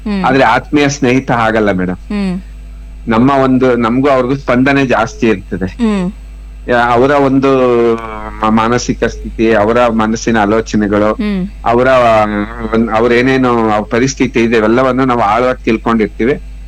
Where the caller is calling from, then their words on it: Shivamogga, Karnataka, India; Vidyanagar, Shivamogga.